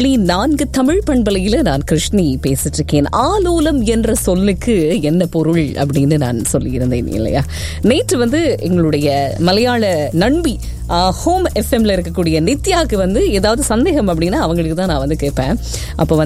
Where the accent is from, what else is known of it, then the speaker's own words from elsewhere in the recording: Sri Lanka; accent: Sri Lankan; என்னுடைய ஆக்சென்ட் வந்து ஸ்ரீலங்கன் மாதிரி இருக்குன்னு சொல்லியிருக்காங்க. ஆமாம், நான் இலங்கையை சேர்ந்தவ தானே, அப்போ அப்படி தான் இருக்கும்.